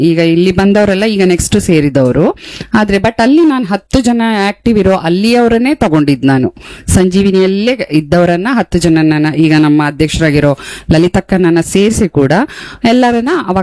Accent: Raichur, Karnataka, India; now in Kota, India; ನಾವು ಮೂಲತಃ ಬೈಂದೂರವರು. ಹಾ, ನಾವು ಹುಟ್ಟಿ ಬೆಳೆದಿದ್ದೆಲ್ಲ ರಾಯಚೂರು, ಮದ್ವೆ ಆಗಿ ಬಂದಿದ್ ವಾಪಸ್ ಬೈಂದೂರ್ಗೆ

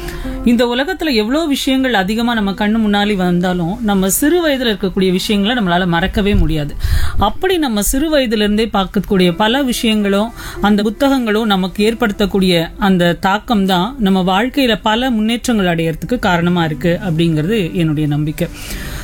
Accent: Chennai, Tamil Nadu, India; நாங்கள் சென்னையில் தான் பிறந்து வளர்ந்தது, படித்தது எல்லாமே.

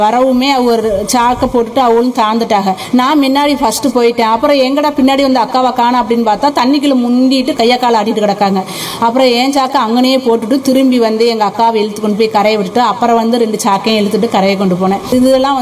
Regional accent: Narikkuzhi, Tamil Nadu, India; born there; now in Paman Thetkuvadi, India; நான் பிறந்த ஊர் வந்து நரிக்குழி அப்படின்னு ஒரு கிராமத்துல நான் பிறந்தேன். எனக்கு கல்யாணம் பண்ணி கொடுத்தது தான் பாமன் தெற்குவாடி கிராமம். இப்போ அங்கே தான் இருக்கேன்.

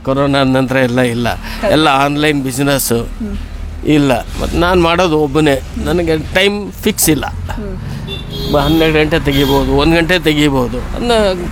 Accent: Mundargi, Dharwad district, Karnataka, India; moved away as an adult; now in Shivamogga, India; ನಮ್ಮದು ಹುಟ್ಟೂರು ಮುಂಡ್ರಿಗೆ.

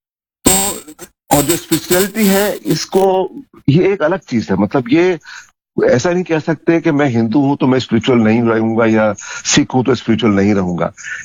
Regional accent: Pune, Maharashtra, India; मैं दर्शकों को बता दूं, सुनने वालों को बता दूं कि मैं पूना से हूं और मैं एक मैकेनिकल इंजीनियर हूं

